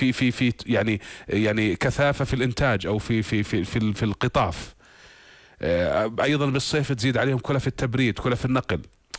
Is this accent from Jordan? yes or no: yes; Jordan; نفتخر فيه ونعتز به كلنا كأردنيين